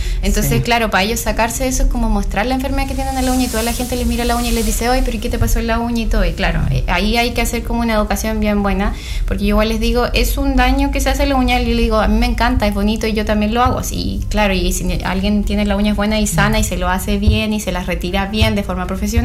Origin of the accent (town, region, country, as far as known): Chile